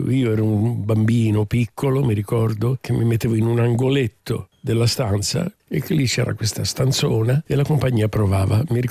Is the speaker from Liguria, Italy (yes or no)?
no; Milan, Lombardy, Italy; born there; I miei genitori sono siciliani e sono nato per errore a Milano, città che amo moltissimo